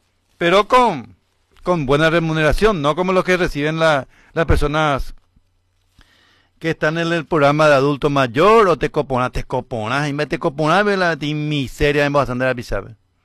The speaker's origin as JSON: {"language": "Spanish", "country": "Paraguay", "said": "somos pelotudos los paraguayos."}